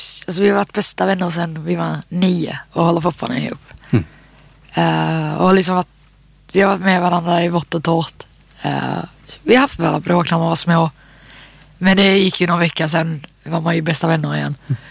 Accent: Landskrona, Skåne, Sweden; also born or lived in Marieholm; Jag är uppvuxen där, men från början är jag född i Marieholm. Mm. Men sen har jag ett familjehem i Landskrona när jag var väldigt liten.

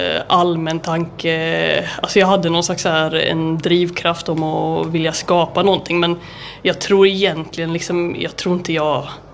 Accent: Halmstad, Halland County, Sweden; moved away as an adult; also born or lived in Bergen, Norway; now in Malmö, Sweden; Nej, men jag kommer inte så långt härifrån. Jag kommer från Halmstad, så jag är hallänning ursprungligen. Mm. Men jag har varit nu i 8 år har jag varit i Bergen i Norge.

